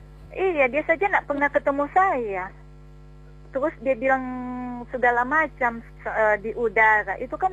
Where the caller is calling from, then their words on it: Manado, North Sulawesi, Indonesia; Tapi saya ada di Malalayang.